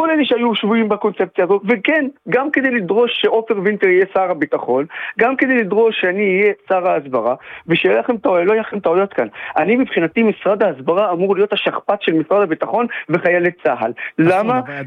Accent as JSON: {"language": "Hebrew", "town": "Nazareth", "region": "Northern District", "country": "Israel", "tie": "born or raised there", "said": "אני כערבי ישראלי מנצרת שהתחנך וגדל גם על הערכים המערביים האלה שספקתי מתוך מדינת ישראל"}